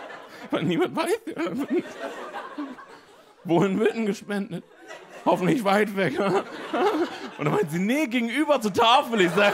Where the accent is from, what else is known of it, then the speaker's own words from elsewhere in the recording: Emden, Lower Saxony, Germany; moved away; Ich bin aufgewachsen in Emden. Ich habe es geliebt in Emden.